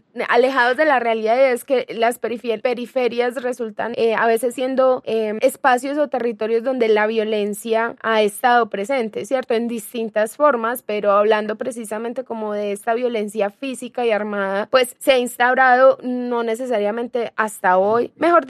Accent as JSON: {"language": "Spanish", "town": "Bello", "region": "Antioquia", "country": "Colombia", "lives_now": "Medellín, Colombia", "said": "no es mi territorio porque yo soy de Bello, pero habito en él"}